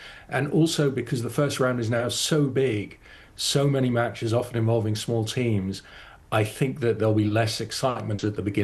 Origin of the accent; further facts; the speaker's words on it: Netherlands; Well, I grew up in Holland.